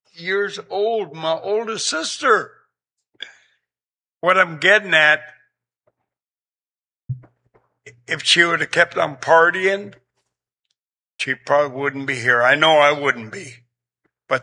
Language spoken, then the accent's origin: English; Dillingham, Alaska, United States; moved away; I am originally from Dillingham.